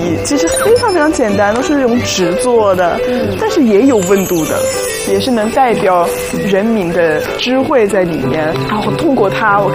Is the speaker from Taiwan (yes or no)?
no; France; Chinese is a second language; moved away as an adult; now in China; 我来自法国，我在中国大概断断续续5年了。